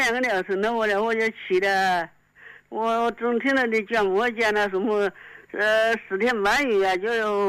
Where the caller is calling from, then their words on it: Huangshi, Hubei, China; 我是黄石，我黄石就是在钟楼这里，就是人民广场这里。